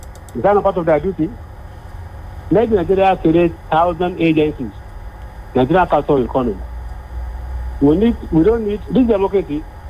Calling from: Amsterdam, North Holland, Netherlands; calling from Amsterdam.

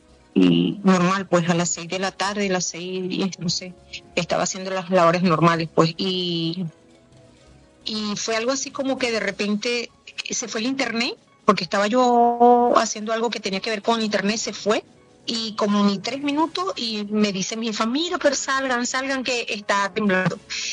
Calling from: Venezuela; ver qué fuertes somos los venezolanos y desde aquí, desde donde vivo, que estoy como a 6 horas de donde ocurrió el desastre

